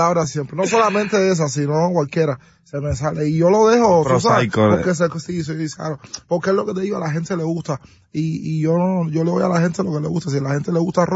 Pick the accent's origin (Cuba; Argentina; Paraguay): Cuba; Somos cubanos, imagínate.